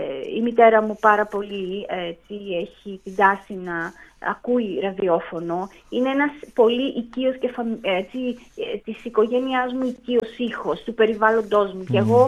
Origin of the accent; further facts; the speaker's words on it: Xanthi, Eastern Macedonia and Thrace, Greece; Εγώ μεγάλωσα στην Ξάνθη, στη Σταυρούπολη είναι. Η Σταυρούπολη είναι το χωριό της γιαγιάς μου.